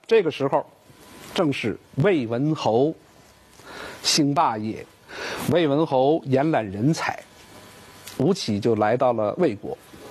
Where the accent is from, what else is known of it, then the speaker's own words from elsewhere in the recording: China; 我们中国人说话经常是连着说，